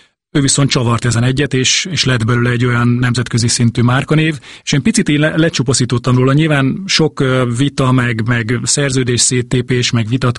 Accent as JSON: {"language": "Hungarian", "town": "Zalaegerszeg", "region": "Zala", "country": "Hungary", "said": "mert ő is zalaegerszegi, mint ahol én származom"}